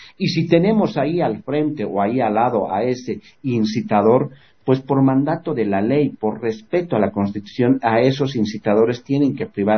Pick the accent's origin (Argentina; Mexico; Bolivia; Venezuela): Bolivia